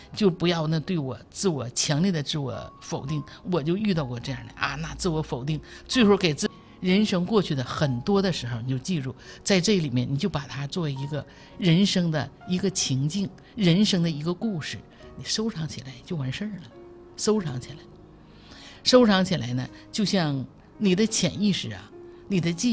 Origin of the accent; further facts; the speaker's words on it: Jinzhou, Liaoning, China; 我们东北人叫割了瓣啊，锦州人啊